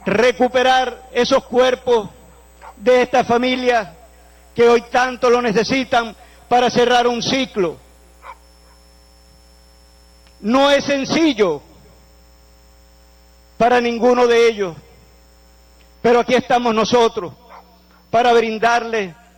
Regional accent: Venezuela; como un miembro más, como un venezolano, que no se cansa de repetir que el pueblo venezolano tiene lo mejor del mundo

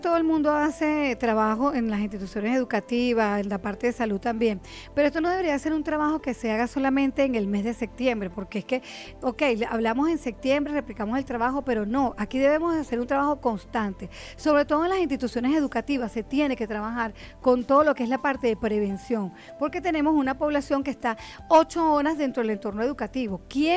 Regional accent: Caracas, Capital District, Venezuela; moved away as an adult; now in Mérida, Venezuela; yo estoy en Mérida, y bueno, yo me fui a Mérida a estudiar el fenómeno hace ya varios años, y de hecho me radiqué en Mérida a pesar de que soy de Caracas.

